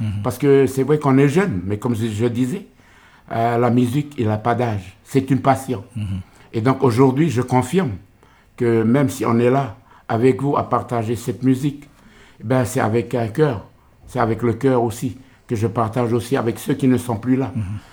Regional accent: New Caledonia; Ici à Nouméa, mais on est originaire de la tribu de l'Arête.

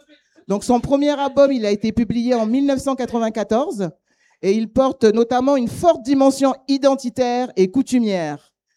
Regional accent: Houaïlou, North Province, New Caledonia; pensez du côté de chez moi à Wawilou. Donc, une pensée du côté de chez moi à Wawilou

